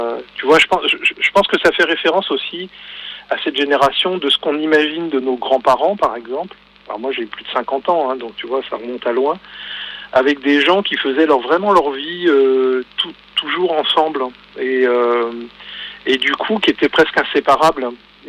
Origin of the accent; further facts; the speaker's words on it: Brittany, France; Moi, je suis pas quelqu'un de la montagne. Je viens de Bretagne